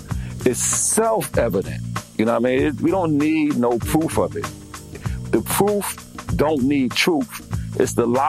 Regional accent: United States; that's important to me as an American citizen, because when I travel around the world, I travel as an American citizen. That's my passport.

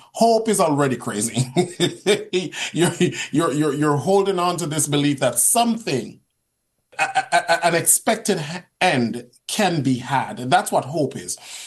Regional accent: Jamaica; And I'm from Jamaica. Jamaica is rough. I came from a single mother's home.

